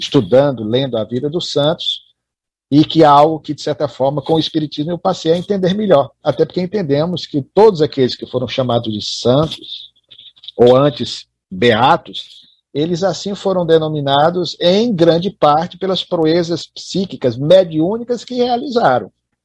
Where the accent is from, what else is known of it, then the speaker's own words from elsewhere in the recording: Northeast Region, Brazil; now in Ceará, Brazil; Você que, como eu, é nordestino